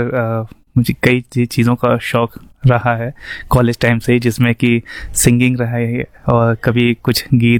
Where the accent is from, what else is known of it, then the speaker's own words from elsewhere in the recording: Varanasi, Uttar Pradesh, India; moved away as an adult; now in Lucknow, India; और मैं बेसिकली काशी से बिलोंग करता हूँ, और फिलहाल तो मैं जॉब में हूँ और लखनऊ में रहकर अपने एक जॉब कर रहा हूँ